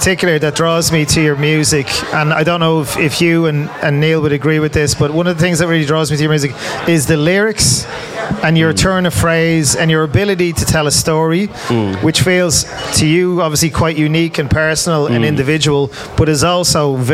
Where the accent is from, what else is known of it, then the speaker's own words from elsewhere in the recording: Dublin, Leinster, Ireland; Dublin, my hometown.